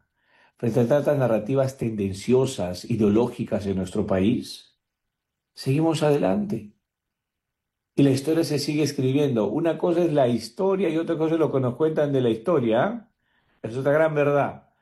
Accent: Peru; como cristianos, como peruanos.

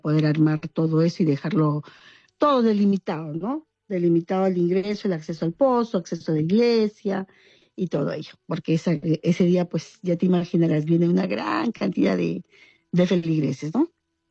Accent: Peru; porque justo como buenos peruanos, el día 30 queremos venir a echar la cartita al pozo

